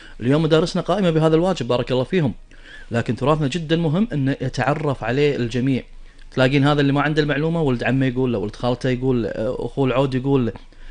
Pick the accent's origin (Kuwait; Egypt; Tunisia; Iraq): Kuwait